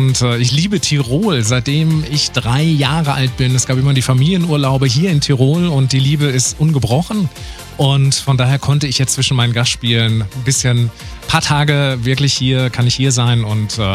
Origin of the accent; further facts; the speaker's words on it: Warendorf, North Rhine-Westphalia, Germany; Und gebürtig bin ich aus Warendorf, aus dem Münsterland.